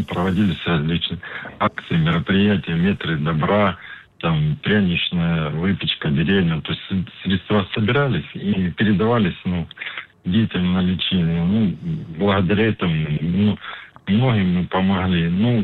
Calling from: Donetsk, Donetsk Oblast, Ukraine; из Донецка.

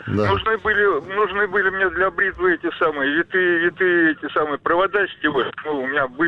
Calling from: Moscow, Russia; я москвич

